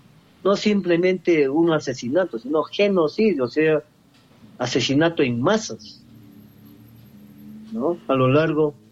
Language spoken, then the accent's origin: Spanish; Peru; tenemos que enarbolar, ¿no?, como peruanos